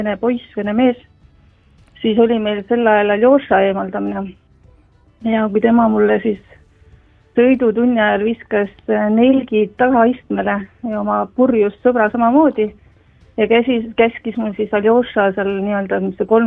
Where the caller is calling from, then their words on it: Tartu, Tartu County, Estonia; ja Tartust.